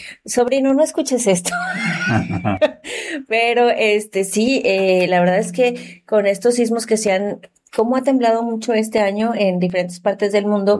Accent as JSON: {"language": "Spanish", "town": "Manzanillo", "region": "Colima", "country": "Mexico", "said": "aunque somos de Manzanillo, muchas veces se nos olvida, pues se nos olvida que aquí tiembla"}